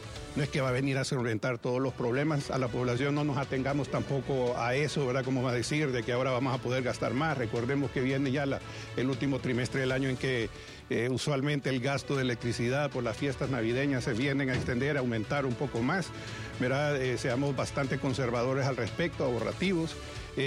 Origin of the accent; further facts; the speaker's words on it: Honduras; nosotros como pueblo hondureño